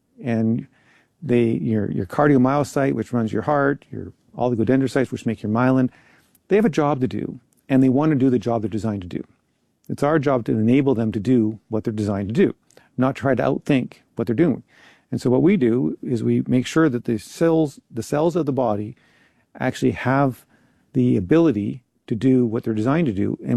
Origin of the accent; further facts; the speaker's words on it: Moose Jaw, Saskatchewan, Canada; Moose Jaw, Saskatchewan, which is my hometown